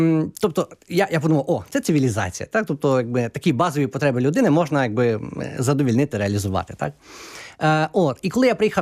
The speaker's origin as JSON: {"language": "Ukrainian", "town": "Dubno", "region": "Rivne Oblast", "country": "Ukraine", "tie": "born or raised there", "also_born_or_lived": "Ternopil / Lutsk", "said": "Так, я народився в Тернополі в сім'ї студентів-медиків. Вони довчилися, приїхали на Рівненщину там в місто Дубно працювати в лікарні. Я виховувався на Рівненщині"}